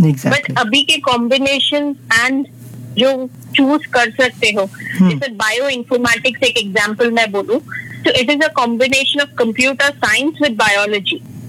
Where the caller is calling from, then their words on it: Mumbai, Maharashtra, India; मैं अमची मुंबई से हूँ।